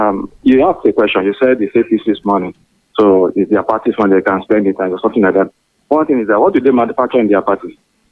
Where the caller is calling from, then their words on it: Mokoda, Nigeria; I'm calling from Mokoda.